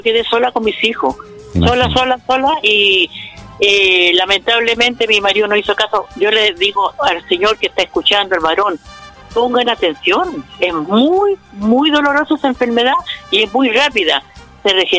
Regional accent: La Serena, Coquimbo, Chile; Sí, yo soy de La Serena, ando de paso.

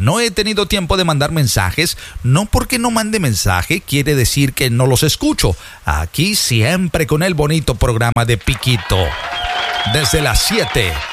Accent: Veracruz, Mexico; y yo soy jarocho

